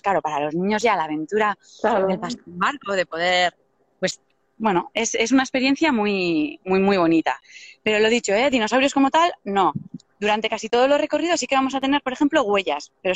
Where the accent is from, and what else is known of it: Deba, Basque Country, Spain; born there; also born or lived in Zumaia